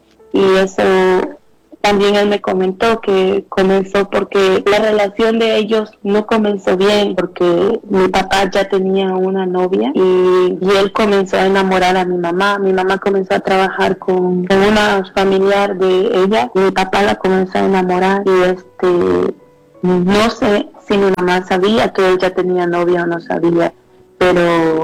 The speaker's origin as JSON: {"language": "Spanish", "country": "El Salvador", "tie": "born there", "moved": "yes", "said": "allá de donde yo soy, en El Salvador, caminábamos era mucho cerro, y caminábamos casi a la orilla de una quebrada o por caminitos angostitos."}